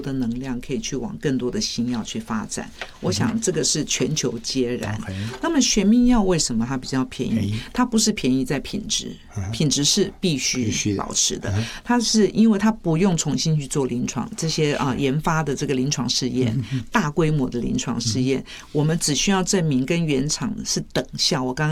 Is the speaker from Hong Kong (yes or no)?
no; Taiwan; 我们台湾人